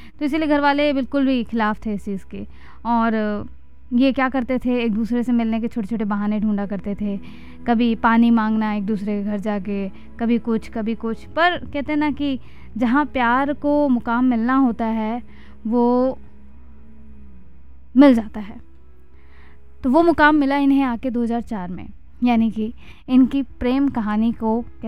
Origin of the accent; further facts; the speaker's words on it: Uttar Pradesh / Bihar, India; हमारे यहाँ यूपी बिहार में तिलक होता है, तिलकोत्सव।